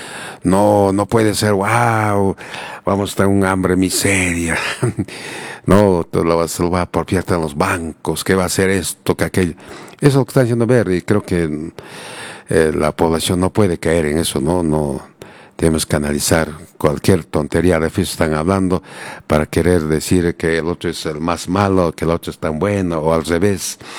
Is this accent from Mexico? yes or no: no; Peru; como buenos peruanos, siempre nuestra música.